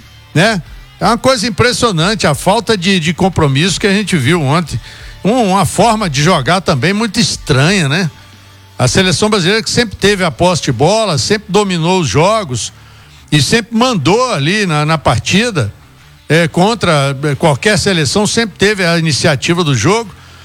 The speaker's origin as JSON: {"language": "Portuguese", "country": "Brazil", "said": "Eu sou brasileiro"}